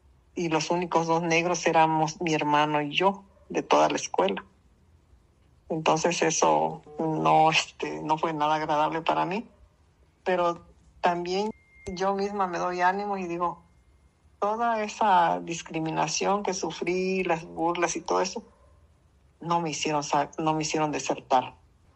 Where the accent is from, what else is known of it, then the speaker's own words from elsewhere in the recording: Pinotepa Nacional, Oaxaca, Mexico; moved away as an adult; now in El Ciruelo, Mexico; yo estudié en la ciudad de Pinotepa, yo vivo en el Cirilo, me casé para acá, pero yo de niña estudié ahí en Pino.